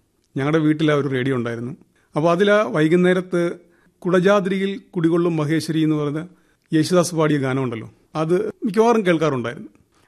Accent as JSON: {"language": "Malayalam", "town": "Evoor", "region": "Kerala", "country": "India", "tie": "born or raised there", "said": "എന്റെ സ്വദേശം ഏവൂരാണ്. കായംകുളത്തിന് 7 കിലോമീറ്റർ വടക്കുമാറിയാണ് സ്ഥലം."}